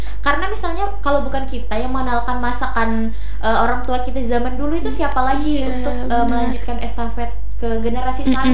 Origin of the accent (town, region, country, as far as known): Kalimantan, Indonesia